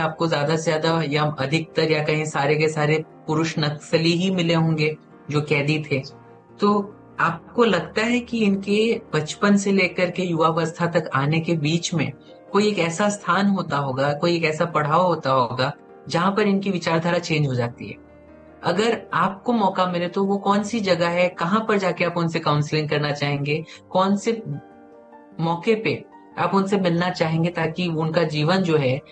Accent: Chhattisgarh, India; क्योंकि मैं खुद भी छत्तीसगढ़ से हूँ तो मुझे इस चीज का पता है क्योंकि हमारी भाषा या हमारे पहनावे या बोलचाल में एक सादगी है

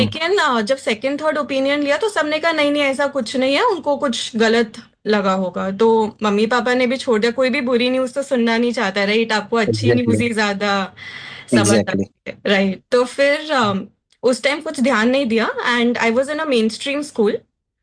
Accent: Delhi, India; moved away as an adult; now in Kolkata, India; So originally मैं दिल्ली से हूँ एंड शादी के बाद ही मैं कोलकाता शिफ्ट हुई.

